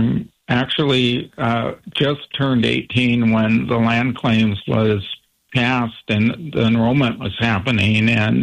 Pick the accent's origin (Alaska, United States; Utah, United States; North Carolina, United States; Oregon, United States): Alaska, United States; Wrangell; And, you know, I grew up in Wrangell.